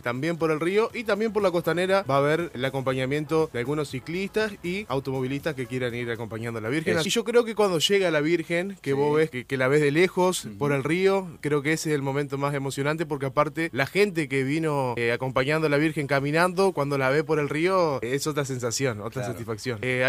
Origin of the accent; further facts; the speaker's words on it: Paraná, Entre Ríos, Argentina; yo soy de Bajada Grande